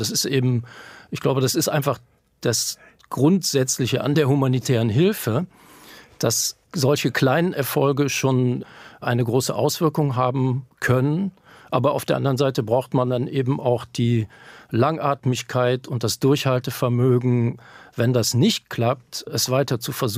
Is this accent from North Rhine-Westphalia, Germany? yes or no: yes; Cologne, North Rhine-Westphalia, Germany; ich bin ja in Köln groß geworden